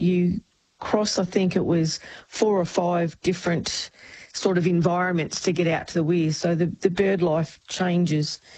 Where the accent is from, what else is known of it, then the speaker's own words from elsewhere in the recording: Quambatook, Victoria, Australia; when we grew up here in Quambatook